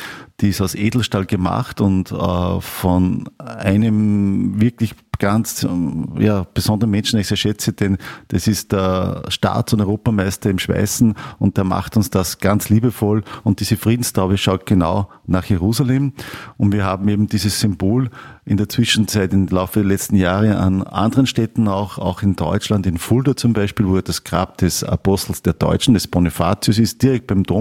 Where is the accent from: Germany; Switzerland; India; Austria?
Austria; Upper Austria; für mich als Oberösterreicher